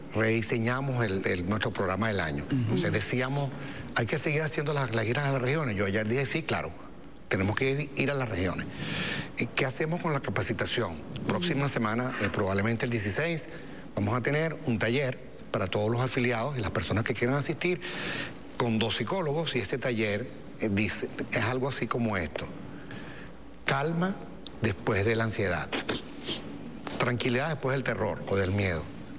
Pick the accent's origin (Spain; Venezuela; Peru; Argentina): Venezuela; trabaje duro como somos los venezolanos, sea solidario, que eso lo tenemos los venezolanos en las venas